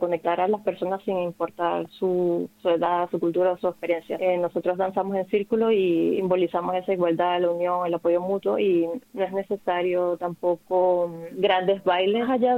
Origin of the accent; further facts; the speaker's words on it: Venezuela; now in Ceuta, Spain; Yo soy de Venezuela y bueno, cuando llegué a Ceuta me uní a esta asociación de danzas circulares.